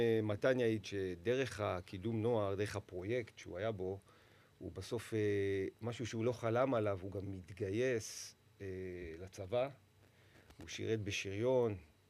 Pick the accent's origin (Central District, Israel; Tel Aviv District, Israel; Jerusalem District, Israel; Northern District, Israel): Jerusalem District, Israel; Jerusalem